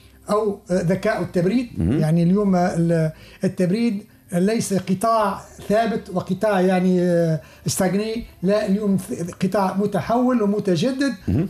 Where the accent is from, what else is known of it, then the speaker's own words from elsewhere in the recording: Tunisia; احنا كتونسيين